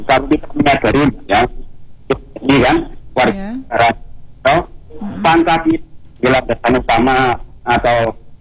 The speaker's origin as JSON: {"language": "Indonesian", "region": "Java", "country": "Indonesia", "said": "kita sama-sama kita orang Jawa"}